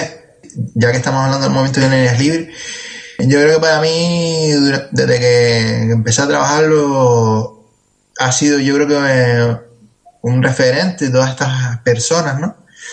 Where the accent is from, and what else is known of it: Canary Islands, Spain